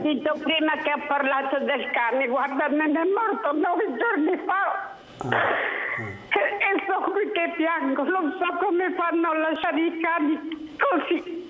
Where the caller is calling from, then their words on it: Pra', Liguria, Italy; Allora, io sono da Pra.